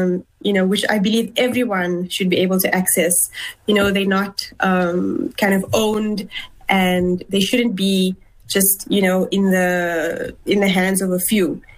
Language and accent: English; South Africa; as a South African, as a Muslim.